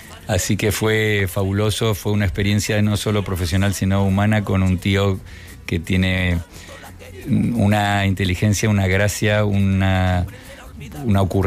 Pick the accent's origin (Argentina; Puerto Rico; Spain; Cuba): Spain; Region of Murcia; y yo decía, pero si soy de Murcia.